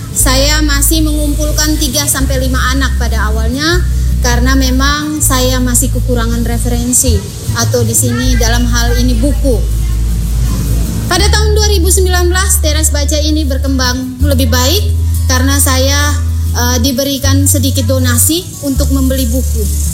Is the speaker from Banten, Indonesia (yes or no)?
no; East Nusa Tenggara, Indonesia; Kampung saya ini Kampung Mukekeso. Kampung Mukekeso ini belum lama, orang jujur saja masyarakat Kabupaten Ende pasti belum banyak yang tahu Mukekeso itu ada di mana. Mukekeso itu ada di kilometer 8 di Jalan Sultan Hasanuddin. Tepatnya di sebelah pohon beringin.